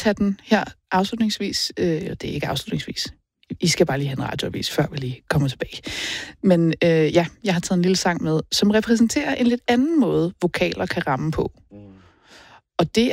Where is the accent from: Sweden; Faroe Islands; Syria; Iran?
Faroe Islands; Og det er noget, jeg har gjort rigtig meget hjemme på Færøerne. Jeg er halv færing, men det meste af min familie er på Færøerne.